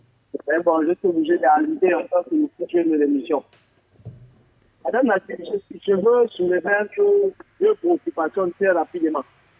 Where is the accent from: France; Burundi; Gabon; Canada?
Gabon; Moi, j'arrive, je suis un Gabonais, je cherche à loger ma petite famille.